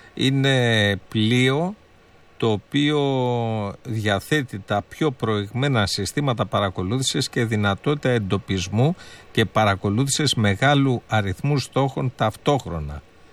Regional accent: Western Greece, Greece; στο χωριό μου στην Ετωλακανανία

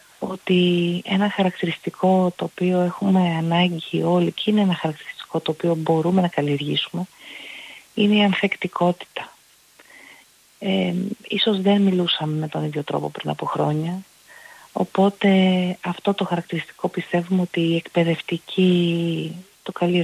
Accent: Greece; για να είμαστε περήφανοι ως Έλληνες

